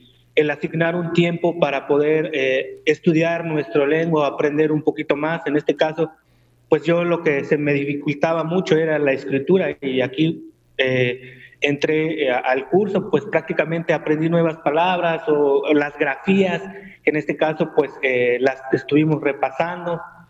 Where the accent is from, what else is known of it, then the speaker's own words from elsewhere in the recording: Mecatlán, Veracruz, Mexico; first language Totonac; Spanish is a second language; now in Coyutla, Mexico; soy originario de aquí de la Sierra del Totonacapan, específicamente del municipio de Mecatlán, pero ahorita me encuentro laborando aquí en el municipio de Coyutla, Veracruz.